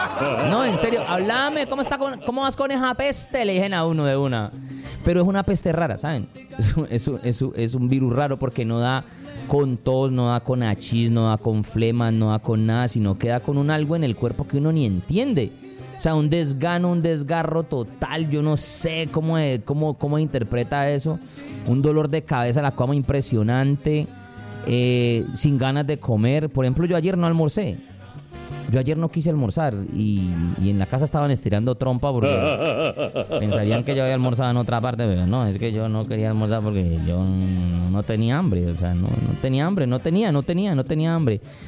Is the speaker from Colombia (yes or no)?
yes; Cali, Valle del Cauca, Colombia; Hagamos esa campaña que también es parte de cultura de nosotros como caleños, por amor a Dios.